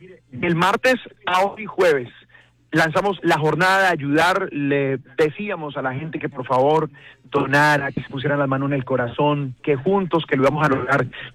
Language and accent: Spanish; Colombia; Hoy estamos nosotros unidos por nuestro país, por nuestra familia, juntos somos colombianos y vamos a salir muy adelante.